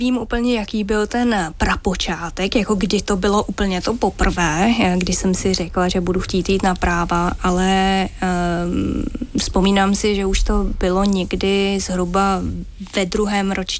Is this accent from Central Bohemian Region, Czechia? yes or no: yes; Mělník, Central Bohemian Region, Czechia; já jsem z Mělníka